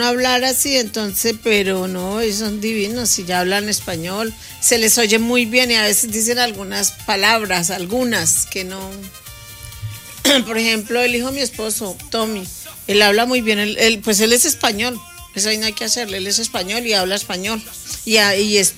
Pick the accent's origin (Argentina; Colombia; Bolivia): Colombia; Bogotá; now in Spain; ¿Rolo? China, yo soy china. Rola.